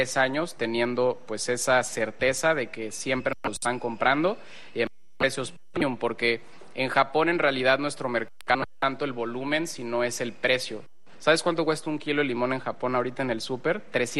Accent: Yucatán, Mexico; sí, los yucatecos de orgullosos, pero la verdad es que pues yo soy muy creyente

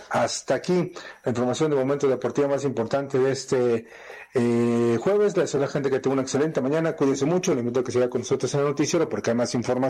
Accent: Mexico; nos da gusto, la verdad, como mexicanos, que la Liga MX haya impuesto.

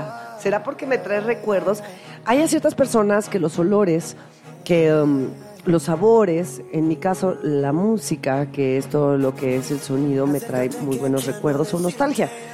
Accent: Mexico; como mexicanos hemos pasado por lo mismo

